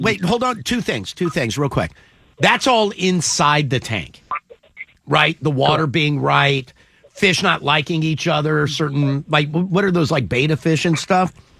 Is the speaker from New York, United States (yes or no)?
no; Richmond, Virginia, United States; In my hometown of Richmond, Virginia, there's a long-lived neighborhood dive bar that is charming enough